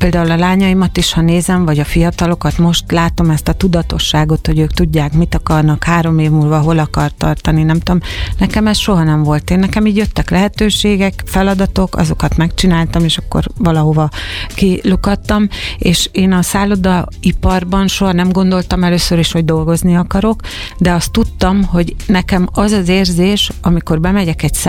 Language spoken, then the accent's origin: Hungarian; Hungary; én vidéki lány vagyok, és abban a korban születtem, meg voltam vidéki lány